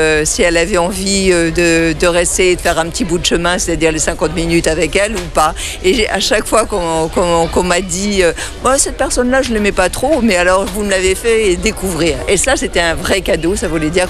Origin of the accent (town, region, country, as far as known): Brittany, France